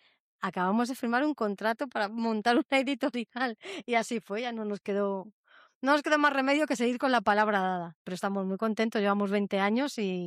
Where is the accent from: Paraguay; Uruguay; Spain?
Spain; Madrid, Community of Madrid; now in Bilbao, Spain; yo no vivo aquí en Bilbao, claro, yo soy de Madrid. Y me he mudado hace 3 años aquí